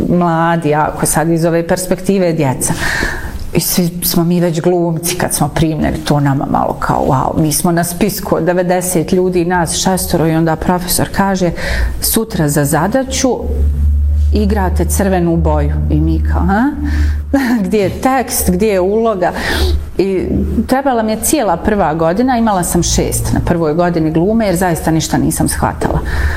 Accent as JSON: {"language": "Bosnian", "town": "Sarajevo", "region": "Federation of Bosnia and Herzegovina", "country": "Bosnia & Herzegovina", "tie": "born there", "said": "kao rođena Sarajka, nisam znala gdje je Akademija scenskih umjetnosti."}